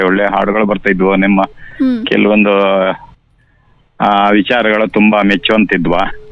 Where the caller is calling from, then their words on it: Kugwe, Karnataka, India; ನಮ್ಮ ಊರು ಸಾಗರದಿಂದ ಕೇವಲ ಒಂದು 2 ಕಿಲೋಮೀಟರ್ 3 ಕಿಲೋಮೀಟರ್ ಇದೆ.